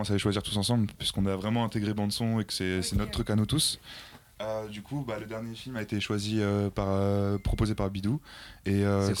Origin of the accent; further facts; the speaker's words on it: Paris, Île-de-France, France; born there; Bah en fait, moi, je suis né à Porte de la Chapelle